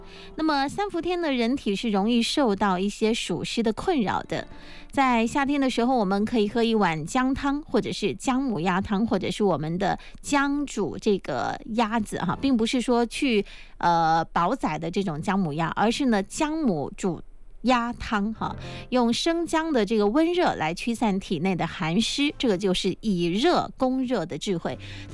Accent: Quanzhou, Fujian, China

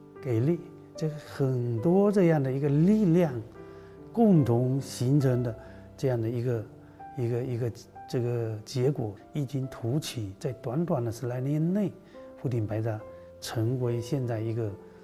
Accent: Fuding, Fujian, China

